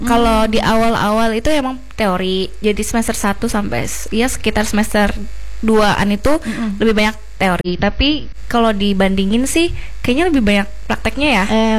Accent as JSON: {"language": "Indonesian", "town": "Palangkaraya", "region": "Central Kalimantan", "country": "Indonesia", "tie": "born or raised there", "also_born_or_lived": "Semarang", "moved": "as an adult", "said": "Aku aslinya dari Palangkaraya."}